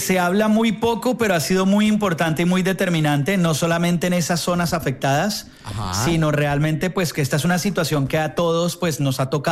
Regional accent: Colombia; como ciudadanos y como colombianos por el mundo.

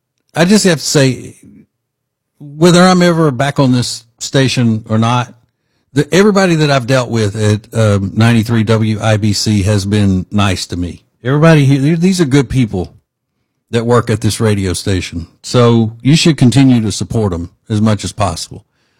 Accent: Louisiana, United States; now in Charlotte, United States; Louisiana is my home state. I live in Charlotte, have for about 26, 27 years, but I grew up in Louisiana.

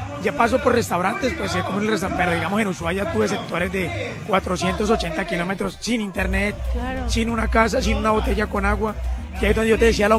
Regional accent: Colombia; eso es felicidad para mí como colombiano.

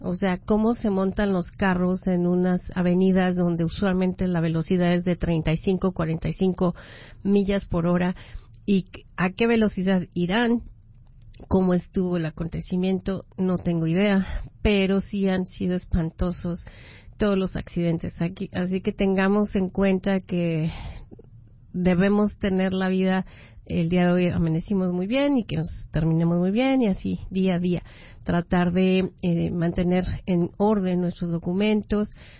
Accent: Mexico City, Mexico; now in Las Vegas, United States; yo que soy de la Ciudad de México, que tenemos todos los climas

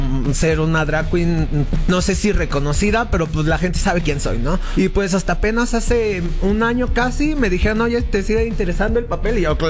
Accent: Ecatepec, State of Mexico, Mexico; Soy de Catepec.

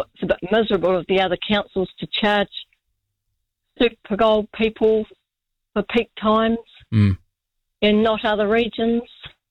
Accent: Dunedin, Otago, New Zealand; That's not why I rang, but I'm from Dunedin as well. So I was enjoying you talking about Port Chalmers.

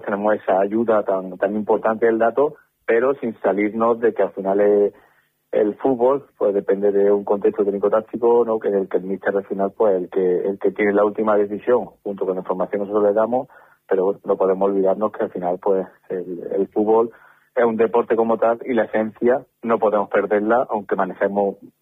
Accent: Linares, Andalusia, Spain; moved away; para mi tierra. Para mi ciudad, la que represento allá donde voy, mi Linares

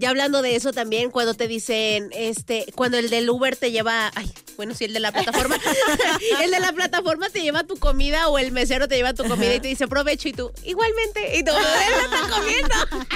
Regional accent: Mexico; nosotros como mexicanos

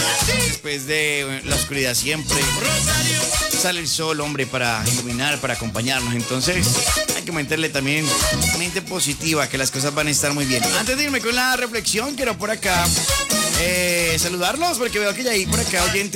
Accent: Colombia; porque el otro tenemos un compromiso como ciudadanos, como colombianos.

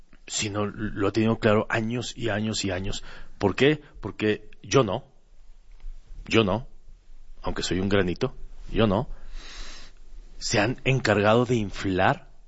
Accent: Mexico; Nosotros creemos que son buenos futbolistas porque estamos en México y porque somos mexicanos.

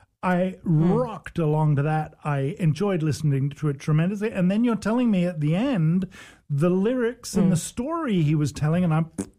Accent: England, United Kingdom; obviously, being English

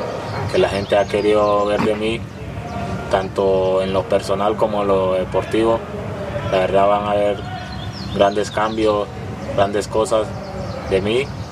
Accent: Magüí Payán, Nariño, Colombia; moved away; Soy de Maguipaya, Nariño.

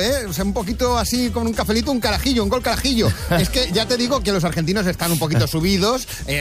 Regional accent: Spain; nosotros somos españoles.

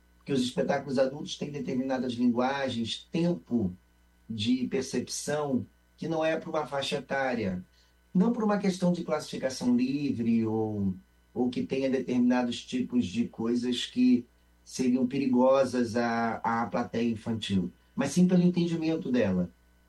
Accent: Rio de Janeiro, Brazil; also born or lived in Alegrete, Rio Grande do Sul / northern Brazil; Eu sou nascido no Rio Grande do Sul, mas a minha vida toda foi no Rio de Janeiro. Eu só nasci no Alegrete e de lá eu vim para o Rio. Tive uma passagem pelo norte do Brasil, onde eu morei alguns anos, com os meus pais, eu era criança.

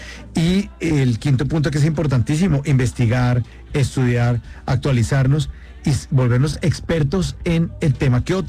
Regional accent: Bogotá, Colombia; Porque yo, o sea, si no es que yo soy Rolo, soy bogotano

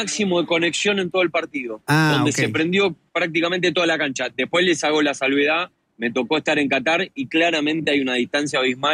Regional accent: Argentina; eso te quita un poquito de lo que sabemos que somos los argentinos

